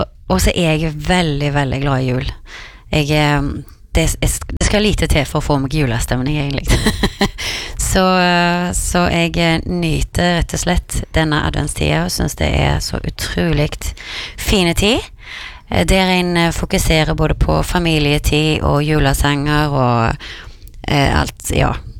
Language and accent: Norwegian; Karmøy, Rogaland, Norway; en stor julekonsert I hjembyen min på Karmøy, Åkra kirke.